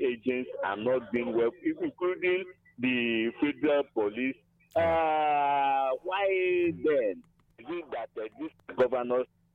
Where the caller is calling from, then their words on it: Enugu, Enugu State, Nigeria; I'm calling from Enugu.